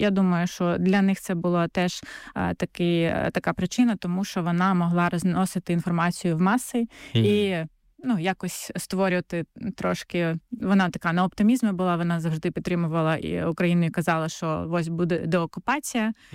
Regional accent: Melitopol, Zaporizhzhia Oblast, Ukraine; ми з Мелітополя

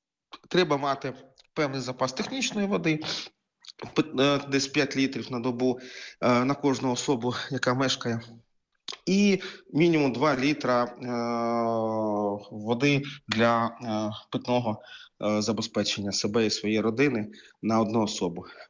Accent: Kharkiv, Kharkiv Oblast, Ukraine; як, наприклад, в моєму рідному Харкові мають очисні споруди

